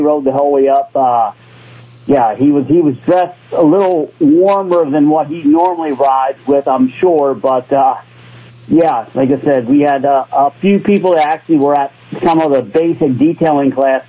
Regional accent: York, Pennsylvania, United States; I mean, I grew up in York

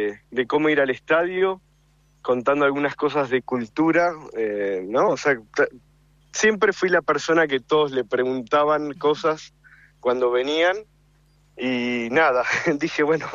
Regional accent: Buenos Aires, Argentina; also born or lived in La Boca, Buenos Aires; No, nací en La Boca, pero viví siempre en Núñez, Belgrano.

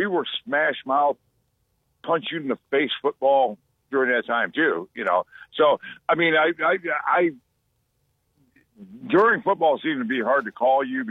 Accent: Ohio, United States; I'm a child from the 70s, and I grew up in Stark County.

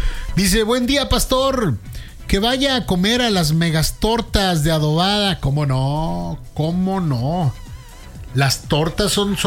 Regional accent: Torreón, Coahuila, Mexico

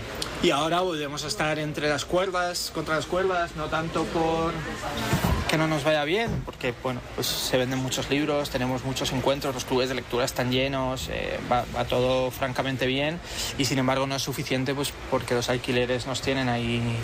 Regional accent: Madrid, Community of Madrid, Spain; te lo digo yo como madrileño

